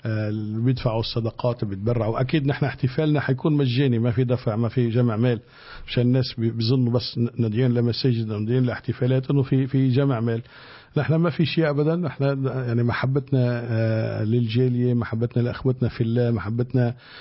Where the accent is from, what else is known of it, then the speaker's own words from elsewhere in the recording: Tripoli, North Governorate, Lebanon; احنا عندنا بطرابلس